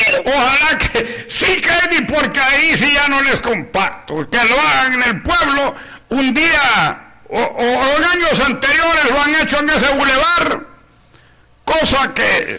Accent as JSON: {"language": "Spanish", "town": "Guaimaca", "region": "Francisco Morazán", "country": "Honduras", "moved": "yes", "said": "yo vengo de Guaymaca"}